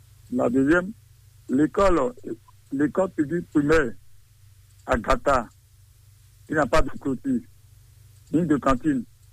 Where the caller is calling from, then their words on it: Adjarra, Ouémé, Benin; J'appelle de Porte-Novo, commune d'Adjara, arrondissement Marie, quartier Yagé.